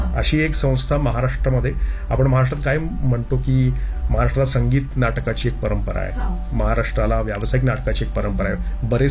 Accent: Talegaon Dabhade, Maharashtra, India; also born or lived in Pune; मी अर्थात तळेगाव, दाभडे हे मला म्हटलं माझ्या गावात होतो, ते पण खूप महत्वाचं गाव आहे.

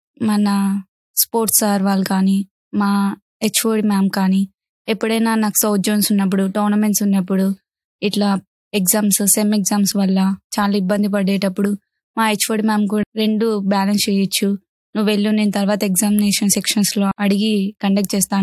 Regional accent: Nagarajupalli, Andhra Pradesh, India; Sir, మా ఊరు ఒక చిన్న పల్లెటూరు, నాగరాజుపల్లి అని, అది కడప జిల్లాలో ఉంటుంది.

